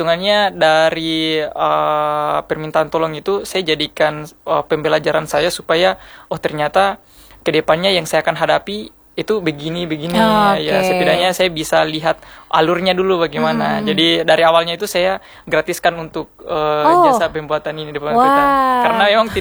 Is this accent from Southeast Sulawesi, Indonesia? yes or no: yes; Muna, Southeast Sulawesi, Indonesia; Saya asli Muna.